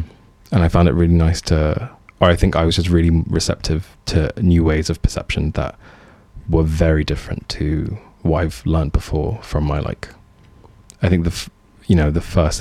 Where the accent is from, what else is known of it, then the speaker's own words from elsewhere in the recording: Coventry, West Midlands, United Kingdom; I'm from Coventry. I'm Libyan. I'm not going to talk about that.